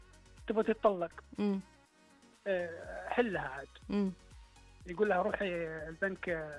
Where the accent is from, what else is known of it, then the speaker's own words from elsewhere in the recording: Saudi Arabia; عندنا في السعوديه علام الظاهر المهم.